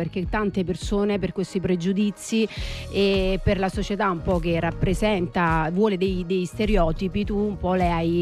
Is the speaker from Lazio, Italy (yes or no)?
no; Campania, Italy; Io sono della provincia di Napoli e sono napoletana